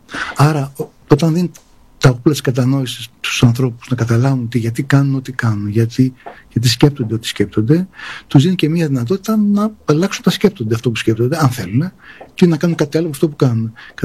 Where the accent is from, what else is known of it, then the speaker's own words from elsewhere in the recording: Piraeus, Attica, Greece; Γεννήθηκα σε προσφυγικές συνοικίες, μεγάλωσα και ένα κομμάτι και στο λιμάνι του Πειραιά